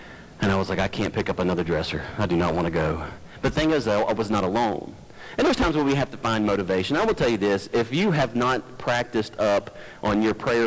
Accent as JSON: {"language": "English", "country": "United States", "said": "we're American."}